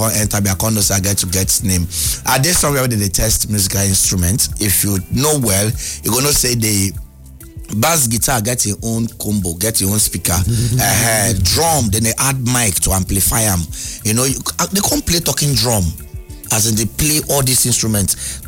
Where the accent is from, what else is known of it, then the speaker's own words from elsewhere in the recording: Ohaji, Imo, Nigeria; I'm from Imo State. Imo State.